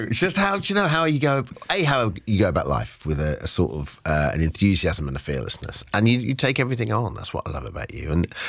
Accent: East of England, United Kingdom; I grew up in East Anglia

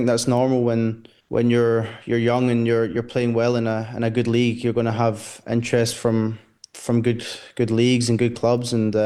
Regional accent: Glasgow, Scotland, United Kingdom; now in Sweden; I'm born and raised in Glasgow and yeah, I'm definitely Scottish.

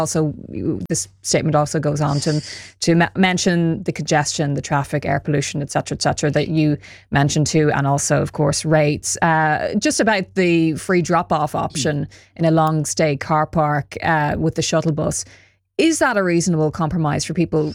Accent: Dublin, Leinster, Ireland; moved away; I know in Dublin, Dublin Airport, which I'm judging from my accent, you might know that's where I'm from.

